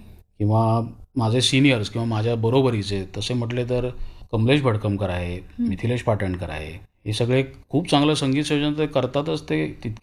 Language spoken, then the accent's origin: Marathi; Maharashtra, India; first language Marathi; आता मी मराठी भाषिक आहे